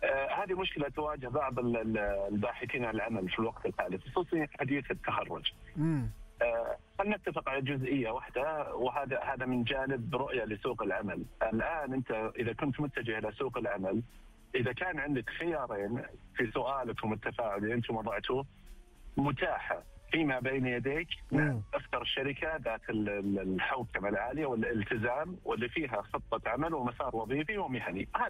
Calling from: Riyadh, Riyadh Province, Saudi Arabia; من الرياض الله يسلمك.

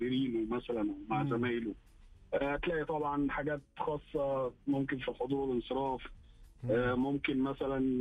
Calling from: Egypt; زي ما بنقول عندنا في مصر كده

